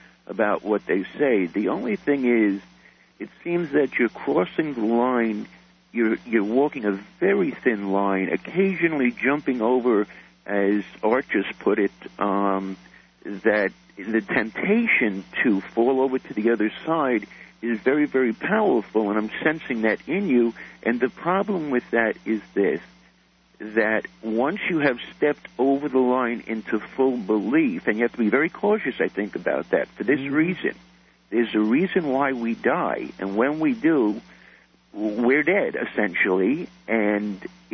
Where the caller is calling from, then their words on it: Canada; I'm calling from Canada, and I'm impressed with your scientific rigor.